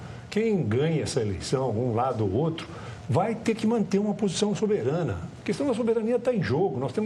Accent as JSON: {"language": "Portuguese", "country": "Brazil", "said": "Somos nós, brasileiros"}